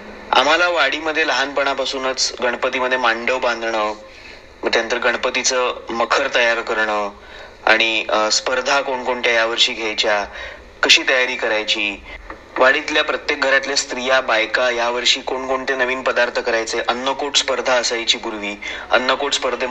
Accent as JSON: {"language": "Marathi", "town": "Mumbai", "region": "Maharashtra", "country": "India", "tie": "born or raised there", "said": "मी 25 वर्षांचा आहे आणि मी एक गिरगावकर आहे."}